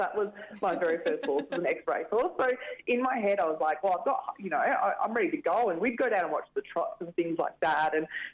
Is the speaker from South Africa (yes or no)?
no; Byford, Western Australia, Australia; We grew up in Byford. We had 5 acres. Me and my sister had a couple of ponies that we did pony club on.